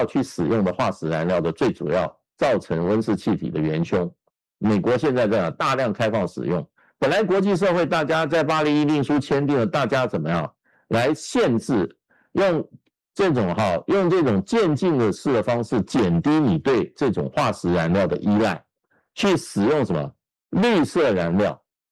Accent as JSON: {"language": "Chinese", "country": "China", "also_born_or_lived": "Midwest, United States", "moved": "yes", "said": "我们中国"}